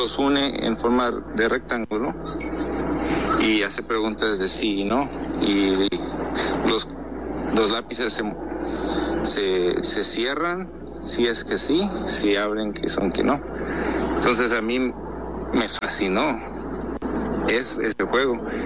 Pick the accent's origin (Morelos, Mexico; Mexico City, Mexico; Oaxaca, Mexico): Morelos, Mexico; now in Arizona, United States; soy de Arizona, originalmente de Morelos.